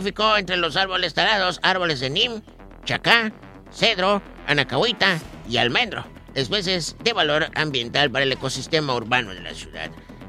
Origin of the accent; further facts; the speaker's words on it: Mexico; Más mexicano, porque México, como buenos mexicanos, lo llevamos en la piel y en el corazón.